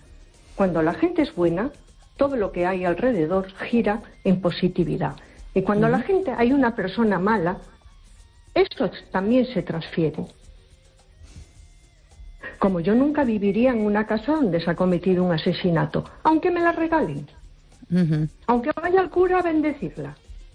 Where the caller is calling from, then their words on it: A Coruña, Galicia, Spain; No, buenas noches … de Coruña.